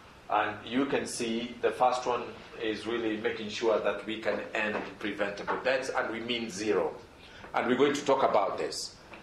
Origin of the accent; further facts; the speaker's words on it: Kenya; And I'm Kenyan, and inequality is really a major thing, not just in Lesotho, but in Kenya